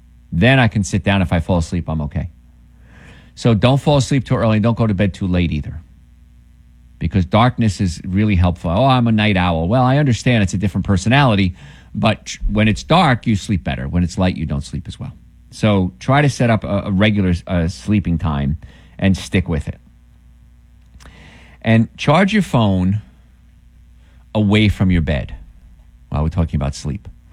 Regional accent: New Jersey, United States; I grew up in New Jersey with the Hudson River there. It wasn't clear water. Not back then, anyway.

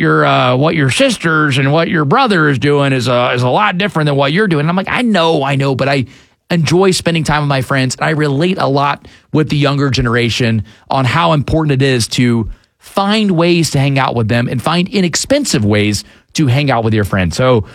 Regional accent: Fayetteville, Georgia, United States; also born or lived in Atlanta; I grew up again here in Atlanta, down the South Side. I consider Fayetteville home

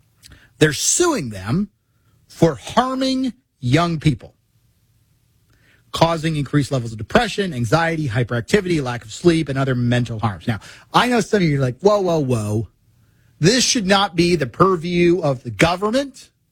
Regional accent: Missouri, United States; I'm from Missouri.

